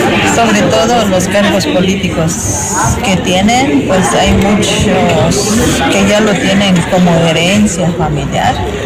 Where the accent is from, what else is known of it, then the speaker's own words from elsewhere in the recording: Tenejapa, Chiapas, Mexico; first language Tzeltal; Spanish is a second language; now in San Cristóbal de las Casas, Mexico; De San Cristóbal, soy origen de Tenejapa